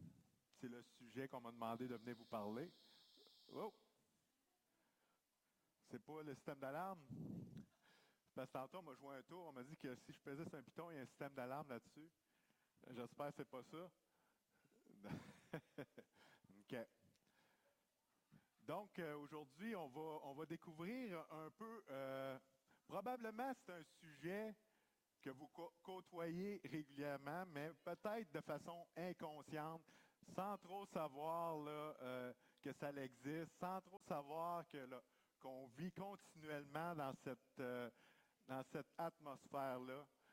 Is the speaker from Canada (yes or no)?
yes; Quebec, Canada; also born or lived in Obedjiwan, Quebec; Je suis originaire du Nidaskinan. Je suis enregistré également dans une communauté qui s'appelle Obidjouan, ma communauté d'origine. La plupart de ma famille vient de là.